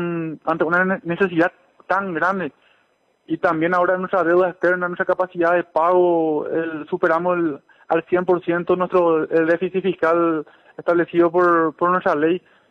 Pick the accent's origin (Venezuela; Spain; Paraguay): Paraguay; yo como paraguayo